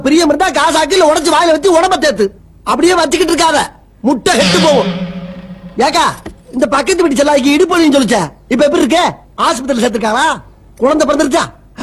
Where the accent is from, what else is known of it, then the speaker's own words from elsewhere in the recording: Kanadukathan, Tamil Nadu, India; காரக்குடி பக்கத்துல கானாடு காத்தா.